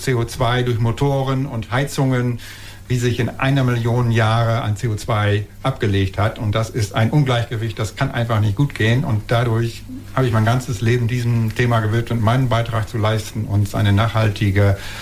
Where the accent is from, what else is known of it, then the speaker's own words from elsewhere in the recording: Bad Bentheim, Lower Saxony, Germany; Ursprünglich mal für ein Projekt für zwei Windkraftanlagen in meiner Heimat Bad Bentheim.